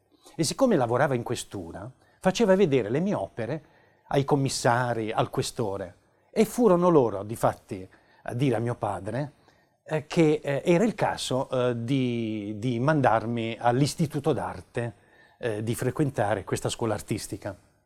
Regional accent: Bari, Apulia, Italy; born there; Io sono nato nel 1948 a Bari, in un seminterrato, una famiglia molto povera

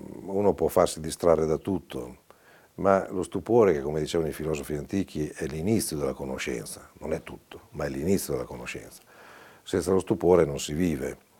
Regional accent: Forlì, Emilia-Romagna, Italy; born or raised there

